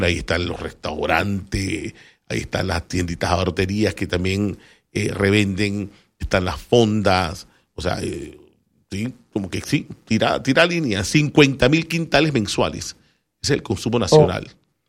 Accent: Panama

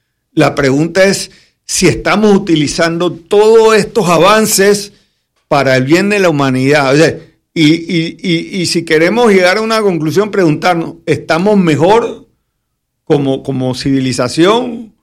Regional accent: Panama; nuestra calidad de personas como panameños

